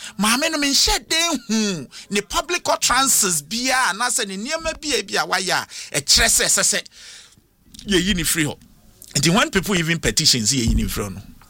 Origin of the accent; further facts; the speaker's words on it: Ghana; I'm speaking as a Ghanaian